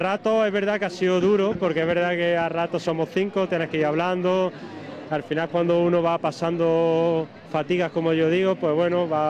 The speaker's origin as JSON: {"language": "Spanish", "region": "Andalusia", "country": "Spain", "said": "Somos de Bermad, de un pueblo de la provincia de Jaén. Tenemos un club de atletismo allí y decidimos este año venir a intentarlo. Así que, pueblo pequeñito, de unos 2.600 habitantes."}